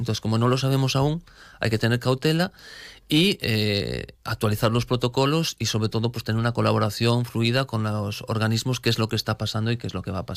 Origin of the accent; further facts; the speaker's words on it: Lugo, Galicia, Spain; los que somos de Lugo, yo soy de Lugo de toda la vida